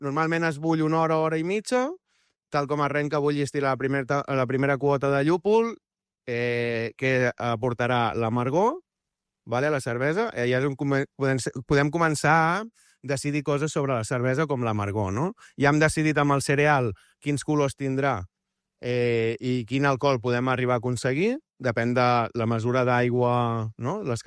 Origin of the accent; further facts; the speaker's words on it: Arenys de Mar, Catalonia, Spain; Arenys de Mar, sempre. Capital de l'Almaresma.